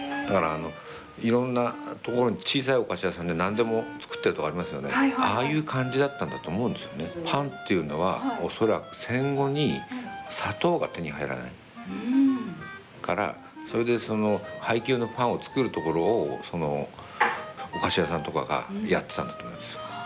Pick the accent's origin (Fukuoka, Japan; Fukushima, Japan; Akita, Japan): Akita, Japan; 秋田なんですけど。